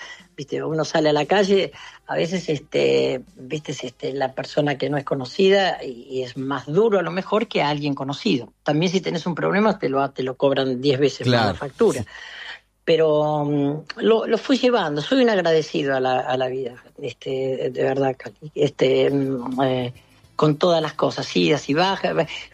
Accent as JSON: {"language": "Spanish", "region": "Buenos Aires", "country": "Argentina", "tie": "born there", "also_born_or_lived": "Mercedes, Buenos Aires Province", "moved": "yes", "lives_now": "Córdoba, Argentina", "said": "yo nací en Mercedes, toda la familia por parte de mi mamá es de Mercedes, mis padres vinieron para Flores, para el barrio de Flores, sé que una mezcla del barrio de Flores y Mercedes, y íbamos todos los fines de semana y los veranos los pasaba en Mercedes"}